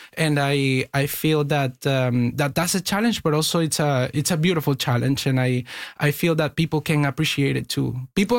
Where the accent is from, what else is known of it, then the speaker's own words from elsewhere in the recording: Venezuela; now in Canada; Like I grew up in Venezuela listening to pop Anglo music